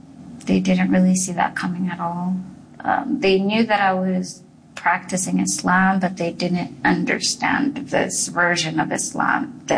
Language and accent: English; Canada; I'm as Canadian as it gets.